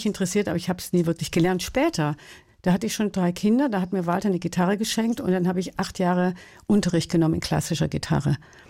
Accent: Baden-Württemberg, Germany; Ich komme aus dem Schwarzwald und wir sprachen und sprechen immer noch einen Dialekt, wenn wir zusammen sind.

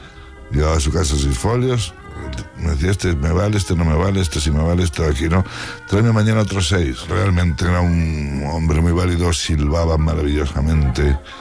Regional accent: Cuenca, Castilla-La Mancha, Spain; Y le dije, mire usted, yo soy de Cuenca … me gusta mucho el humor

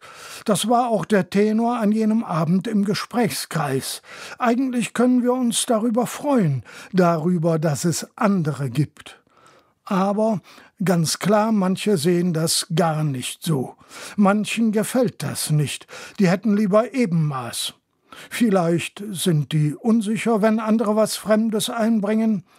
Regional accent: Rhineland, Germany; Ich bin im Rheinland aufgewachsen

